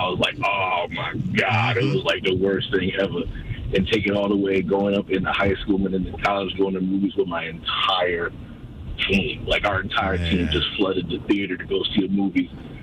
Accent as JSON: {"language": "English", "town": "Albany", "region": "New York", "country": "United States", "tie": "born or raised there", "also_born_or_lived": "Brooklyn / Queens", "said": "Growing up in Albany, mm-hmm. man, going to Cross Gates Mall, going to the movies. And even before then, when I was born in Brooklyn, we spent time in Queens until I was 8."}